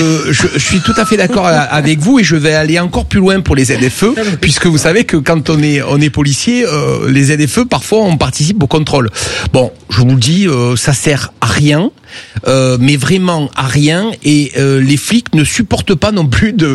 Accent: Marseille, Provence-Alpes-Côte d'Azur, France; en tant que Marseillais.

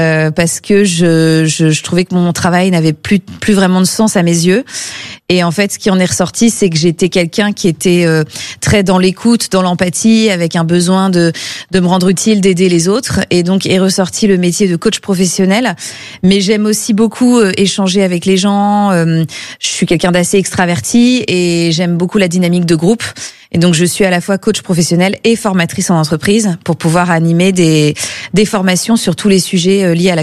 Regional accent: Hauts-de-France, France; moved away as an adult; c'était pour me libérer du poids du nom de famille, de quitter le Nord, quitter la France et découvrir qui j'étais en tant que … pas uniquement en tant

